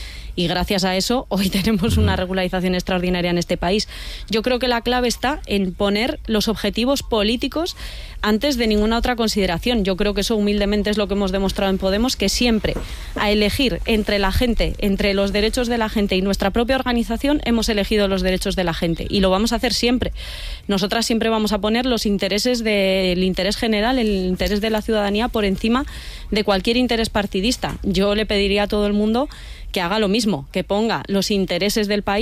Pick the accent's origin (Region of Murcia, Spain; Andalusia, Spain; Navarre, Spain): Navarre, Spain; now in Madrid, Spain; yo que soy navarra de origen y que me siento vallecana de adopción